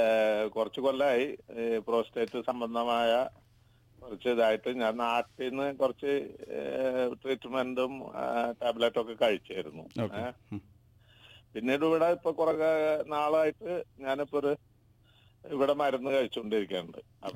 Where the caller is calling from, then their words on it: Abu Dhabi, United Arab Emirates; ഞാൻ വിദേശത്ത് നിന്നാണ്, അബുദാബിന്ന് വിളിക്കണം.